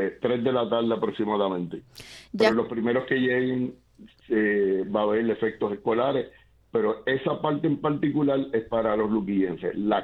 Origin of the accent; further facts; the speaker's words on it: Puerto Rico; cosas que debemos hacer como puertorriqueños